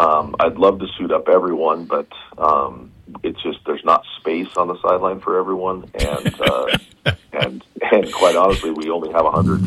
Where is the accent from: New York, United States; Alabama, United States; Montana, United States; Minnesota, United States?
Montana, United States; moved away as an adult; now in Redding, United States; I came from Montana. I have, most of my life was Montana born and raised. Went to school in Montana, went to the University of Montana there.